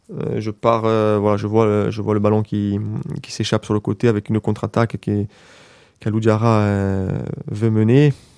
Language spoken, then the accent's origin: French; Corsica, France; peu importe où on va chez nous, on est Corse.